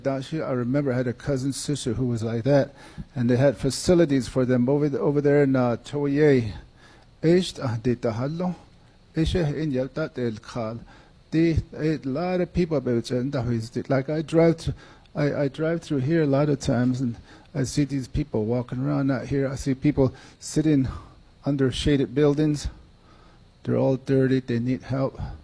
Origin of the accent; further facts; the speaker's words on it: Forest Lake, Arizona, United States; I come from Forest Lake from Black Mesa.